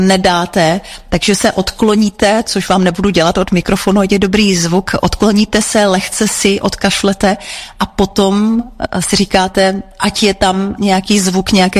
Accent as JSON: {"language": "Czech", "town": "Dolní Lutyně", "region": "Moravian-Silesian Region", "country": "Czechia", "accent": "po našemu dialect", "said": "Já jsem děvucha z Dolní Lutyně, což je dědina Bogumína. A tam spousta lidí mluví takzvaně po našemu, mluví nářečím a krátí se u nás."}